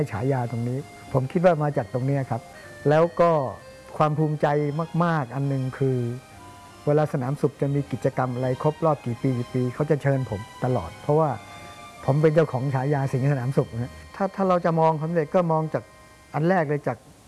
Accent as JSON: {"language": "Thai", "region": "Phitsanulok", "country": "Thailand", "said": "ผมเป็นคนพิษณุโลกก็ได้ฝึกฝนจากพ่อบุญธรรมเยอะเด็กบ้านนอกนะครับ"}